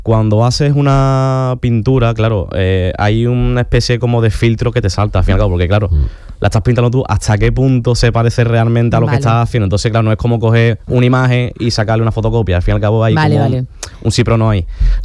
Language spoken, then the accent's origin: Spanish; Seville, Andalusia, Spain; para mi barrio de Pino Montano